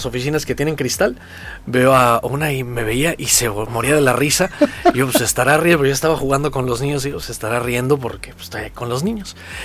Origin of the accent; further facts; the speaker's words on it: Colima, Mexico; ¿de dónde vienes? Yo, de Colima, ¿no?